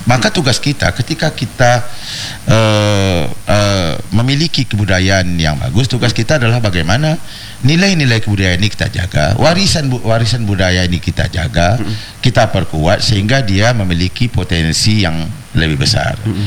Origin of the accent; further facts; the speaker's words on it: Bengkalis, Riau, Indonesia; Budaya kita Melayu yang ada di Bengkalis